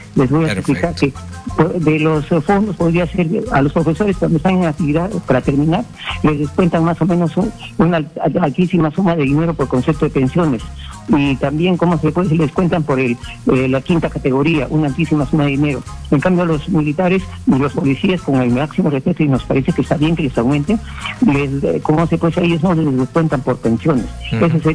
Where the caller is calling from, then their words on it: Lima, Peru; de Surco.